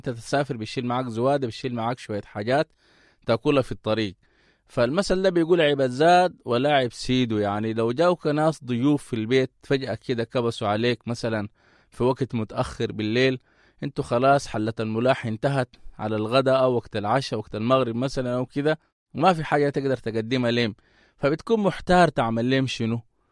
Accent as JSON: {"language": "Arabic", "country": "Sudan", "said": "كلنا بنعرف كسودانيين"}